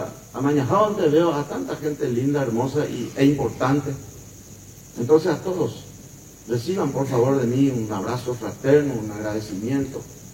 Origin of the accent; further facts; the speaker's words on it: Paraguay; hoy somos paraguayos agradecidos, gratos con la vida, con la historia y con nuestros héroes de la patria.